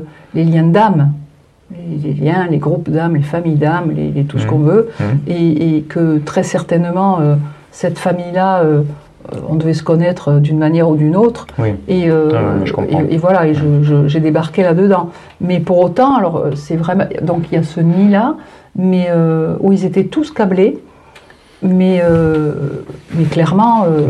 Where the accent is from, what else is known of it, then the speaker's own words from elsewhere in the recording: Calvi, Corsica, France; je suis corse et on habitait à Calvi.